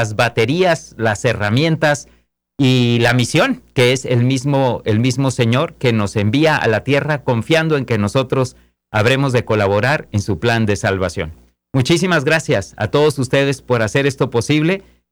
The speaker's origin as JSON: {"language": "Spanish", "country": "Mexico", "tie": "born or raised there", "moved": "yes", "lives_now": "Valley of the Sun, Arizona, United States", "said": "para quienes somos originarios de México, quienes tenemos esa patria"}